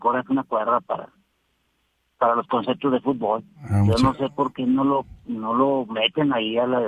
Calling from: Monterrey, Nuevo León, Mexico; a pesar de que soy de Monterrey

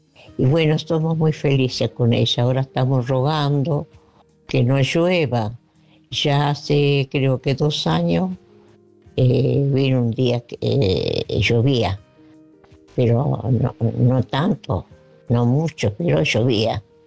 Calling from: Merlo, Buenos Aires Province, Argentina; Buen día, Oscarcito. … de Merlo.

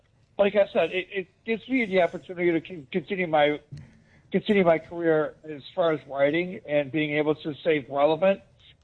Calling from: Willoughby, Ohio, United States; I'm out in Willoughby now.

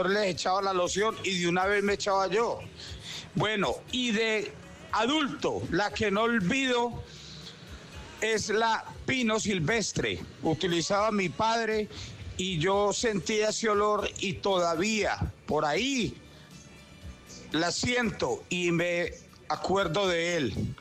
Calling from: Cuba; desde Cubita la Bella.

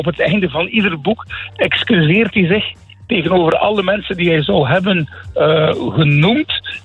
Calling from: Kortemark, Flanders, Belgium; Ik bel nu vanuit de auto. Ik sta op de markt van Kortemark.

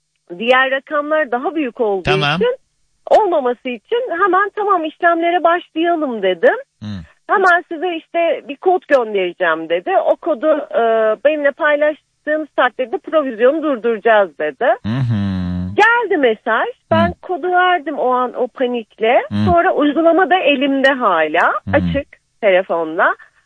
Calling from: Gaziantep, Turkey; ben Gaziantep'ten arıyorum

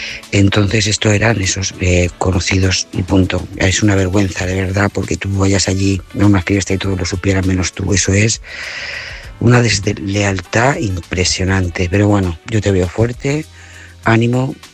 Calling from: Lloret de Mar, Catalonia, Spain; de Lloret de Mar, corresponsal de esa audiencia

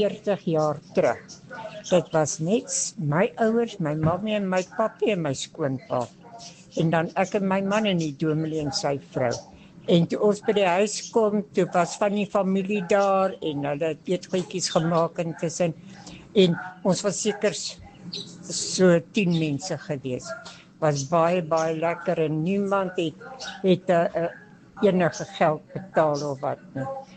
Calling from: Modimolle, Limpopo, South Africa; ek is hier van Nuilstroom.

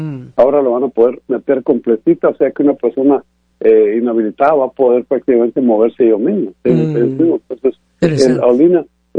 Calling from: Mexico; somos los mexicanos, ¿verdad?

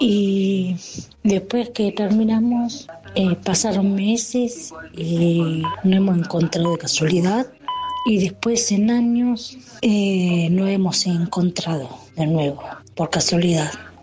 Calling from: Ituzaingó, Buenos Aires Province, Argentina; de Ituzaingó

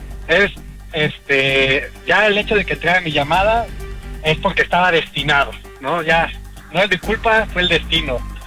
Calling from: Mexico City, Mexico; De la Ciudad de México.

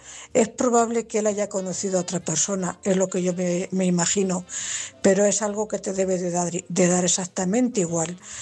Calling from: Cuenca, Castilla-La Mancha, Spain; corresponsal de Cuenca.

